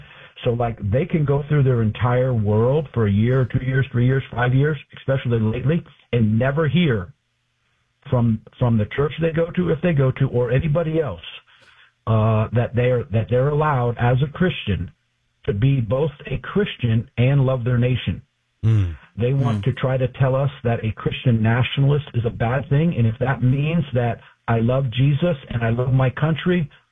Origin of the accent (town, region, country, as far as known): United States